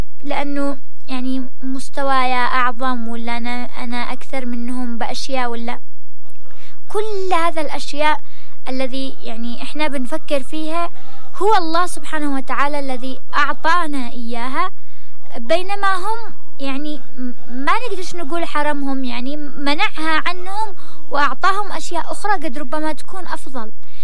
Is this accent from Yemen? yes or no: yes; Yemen; accent: Yemeni; مثل ما بنقول يعني في لهجتنا اليمنية بيتهلك